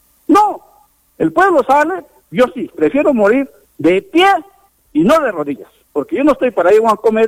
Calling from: Peru; los que somos netos peruanos, los que este es mi suelo, este es mi patria.

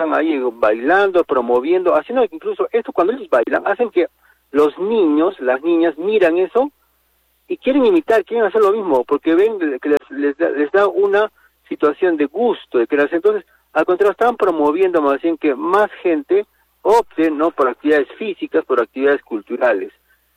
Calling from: Cayma, Arequipa, Peru; de Caima.

